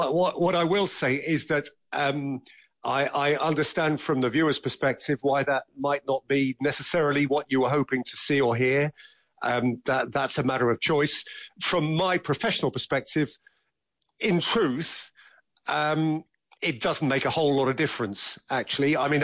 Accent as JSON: {"language": "English", "region": "England", "country": "United Kingdom", "said": "as an English man"}